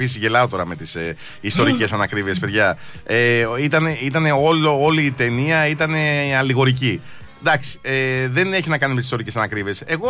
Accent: Greece; σαν Έλληνες μας ανέβασε

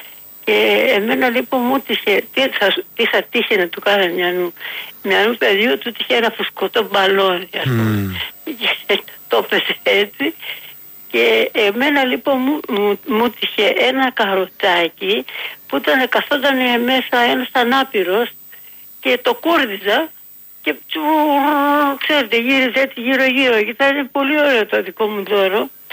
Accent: Ios, South Aegean, Greece; now in Piraeus, Greece; Ναι, είμαι απ' την Ήω, είμαι. Και τώρα είμαι εδώ στον Πειραιά από πολλά χρόνια.

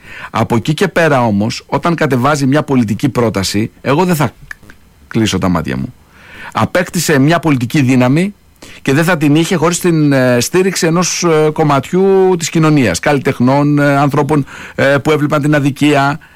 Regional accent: Greece; Εγώ δεν είμαι ούτε φιλορώσος ούτε φιλοαμερικάνος. Είμαι Έλληνας.

